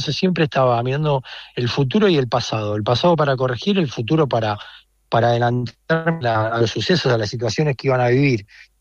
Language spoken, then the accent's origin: Spanish; Argentina